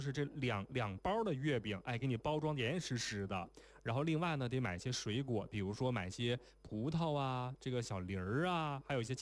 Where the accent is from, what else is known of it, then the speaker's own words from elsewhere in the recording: China; 我们中国人讲究的一定是个团圆。